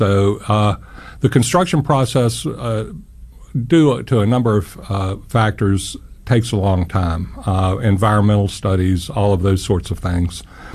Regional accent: Roanoke, Virginia, United States; also born or lived in Florida; now in Morgantown, United States; I'm originally from Roanoke, Virginia, and so as is my wife, and so we found a job here, which is a 5-hour drive approximately to Roanoke versus 14 hours. When we were in Florida

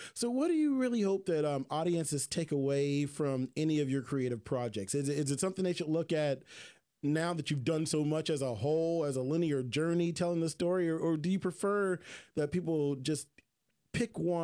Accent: Appalachia, United States; when we talk about being Appalachian and growing up in the mountains, We talk about growing up in a rural setting

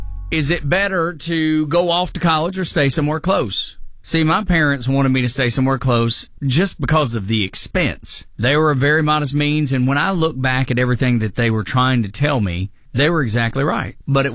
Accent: Dalton, Georgia, United States; moved away as an adult; I left little bitty Dalton, Georgia, joined the Navy, spent time aboard USS South Carolina.

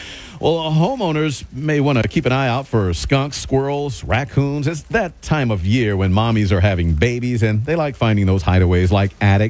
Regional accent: Texas, United States; moved away; I'm from Texas.

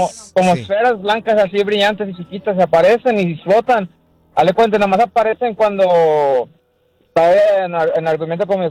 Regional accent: Sabinas Hidalgo, Nuevo León, Mexico; Bueno, allá en Sabinas, donde soy yo de Sabinas, Hidalgo, Nuevo México. Uh-huh. Una de las casas que tenía allá, tenemos allá en el rancho.

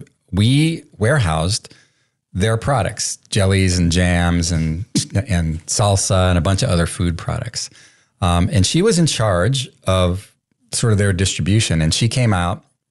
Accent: Pittsburgh, Pennsylvania, United States; also born or lived in Cincinnati / Indianapolis; Well, that's where I spent my childhood until high school. I was in Pittsburgh and Cincinnati and Indianapolis primarily

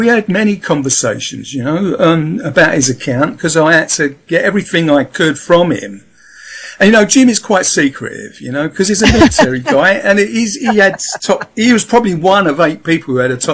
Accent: Peckham, London, United Kingdom; so I was brought up in Southeast London, Peckham

